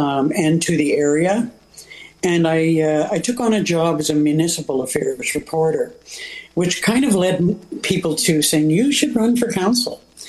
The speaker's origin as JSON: {"language": "English", "town": "Burlington", "region": "Ontario", "country": "Canada", "tie": "born or raised there", "also_born_or_lived": "Northwest Territories", "said": "Well, I grew up in Burlington, Ontario, but my husband was from Halliburton County."}